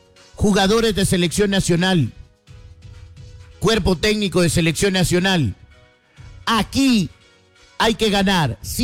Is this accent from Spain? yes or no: no; Guatemala; Yo, como un guatemalteco